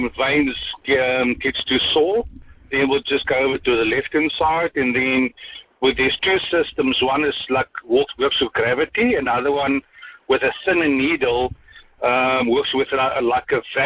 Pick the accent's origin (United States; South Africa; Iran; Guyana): South Africa; now in New Zealand; I'm from South Africa, and there they'll use the blood for everything. But here in New Zealand, they just chuck the blood.